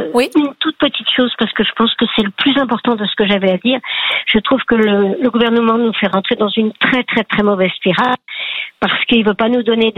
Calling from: Île-de-France, France; je vous appelle de grande banlieue parisienne.

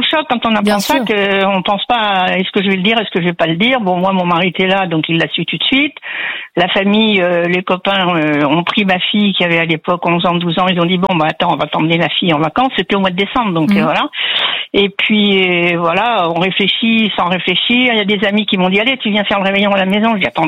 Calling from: Deuil-la-Barre, Île-de-France, France; Deuil-la-Barre.

